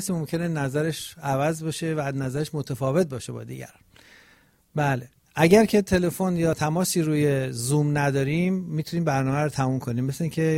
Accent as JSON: {"language": "Persian", "town": "Rasht", "region": "Gilan", "country": "Iran", "accent": "Rashti", "said": "من فکر می‌کنم شبیه رشتی لهجه‌ام"}